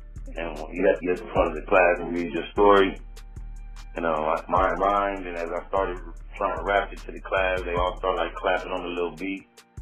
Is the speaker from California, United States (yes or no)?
yes; Compton, California, United States; born or raised there